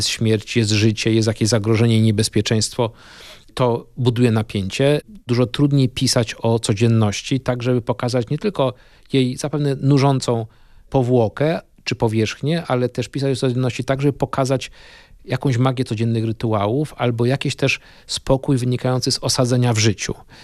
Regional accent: Kraków, Lesser Poland, Poland; Tak, ja wychowałem się na osiedlu Prokocimnowy. Ono jest na krańcach Krakowa, gierkowskie osiedle z wielkiej płyty w pobliżu Wieliczki już. Kiedyś to były granice Krakowa.

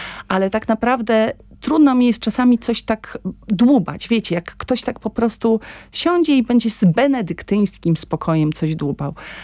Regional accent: Warmian-Masurian Voivodeship, Poland; z tej gminy, z której pochodzę, z Jankowa

